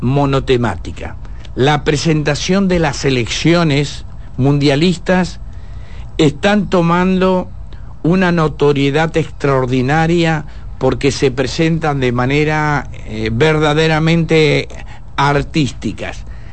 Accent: Argentina; Soy argentino.

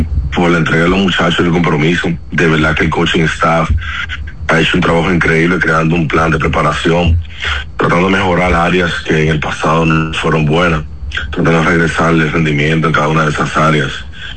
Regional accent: La Romana, Dominican Republic; also born or lived in San Pedro de Macorís; nací aquí, nunca he vivido en San Pedro, vivo toda mi vida en La Romana.

